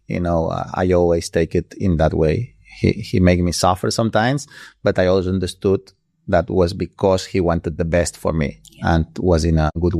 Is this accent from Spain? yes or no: yes; Balearic Islands, Spain; No, I mean, we are from Mallorca. We are a small island. Well, not that small, but and we are from a village now.